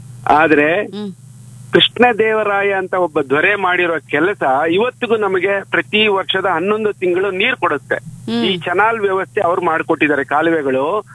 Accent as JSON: {"language": "Kannada", "town": "Siruguppa", "region": "Karnataka", "country": "India", "tie": "born or raised there", "said": "ನಾನು ಹುಟ್ಟಿ ಬೆಳೆದಂತ ಊರು ಬಳ್ಳಾರಿ ಜಿಲ್ಲೆಯ ಸಿರುಗುಪ್ಪ ಅಂತ."}